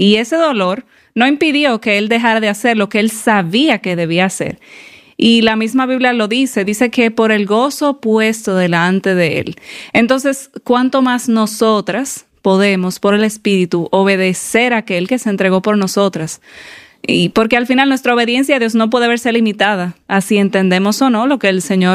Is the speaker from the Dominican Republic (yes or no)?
yes; Dominican Republic; como quizás algunas ya saben. Tengo 30 años y soy de República Dominicana. Vivo con mi familia